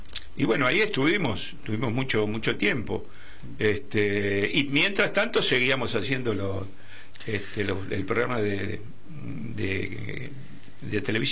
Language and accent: Spanish; Quilmes, Buenos Aires Province, Argentina; yo soy de Quilmes también, a ver si coincidimos.